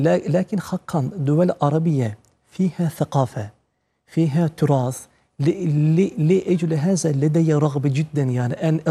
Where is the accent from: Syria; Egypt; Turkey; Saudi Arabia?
Turkey; Arabic is a second language; أنا كتركي